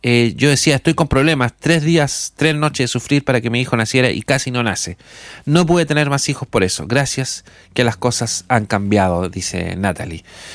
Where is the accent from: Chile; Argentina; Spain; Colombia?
Chile; Nosotros como chilenos lo sabemos